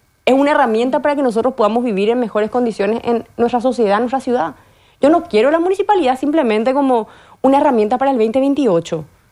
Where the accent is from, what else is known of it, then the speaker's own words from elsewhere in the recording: Asunción, Paraguay; que viene trabajando desde los 16 años en los barrios más vulnerables de Asunción, que nací en esta ciudad, que me crié en Asunción, que me malcrié acá, que viví en más de 8 barrios en nuestra capital